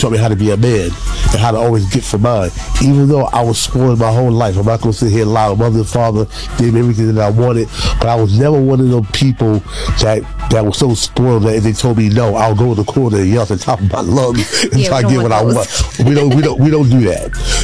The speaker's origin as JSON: {"language": "English", "town": "Teaneck", "region": "New Jersey", "country": "United States", "said": "the designer. I'm from Teaneck, New Jersey."}